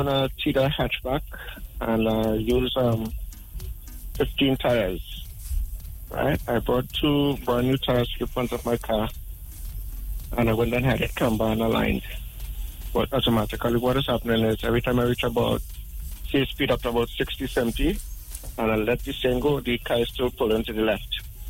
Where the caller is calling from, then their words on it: La Brea, Trinidad & Tobago; Labra, to be precise.